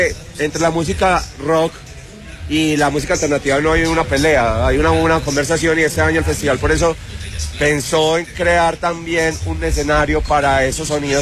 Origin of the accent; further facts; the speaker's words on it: Medellín, Antioquia, Colombia; yo soy de aquí de Medellín y trabajo con la gente de Ibagué